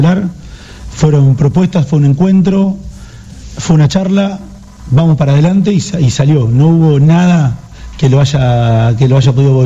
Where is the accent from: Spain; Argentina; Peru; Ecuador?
Argentina; Buenos Aires Province; si bien soy de Babio de toda la vida, mi familia es de ahí